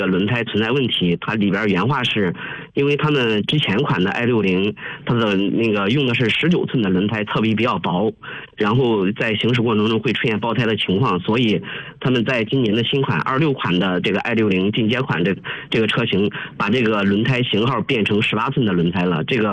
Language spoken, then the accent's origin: Chinese; Xinmi, Henan, China; now in Zhengzhou, China; 我们老家是新密的，偶尔会回老家，一般都在郑州市区。